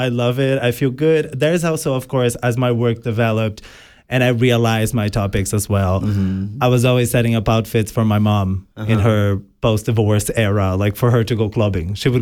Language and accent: English; Brazil; English is a second language; there was this place in my hometown that they had just free courses to like people from the community. Brazil has quite some good universal access.